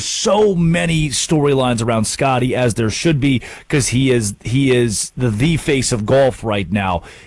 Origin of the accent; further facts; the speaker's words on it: Arkansas, United States; Growing up in Arkansas, you know, Omaha was kind of the way of life.